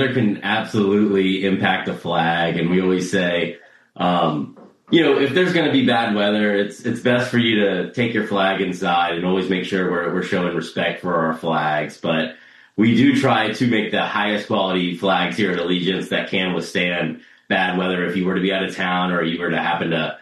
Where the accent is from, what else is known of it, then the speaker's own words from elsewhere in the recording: Charleston, South Carolina, United States; And we're from Charleston.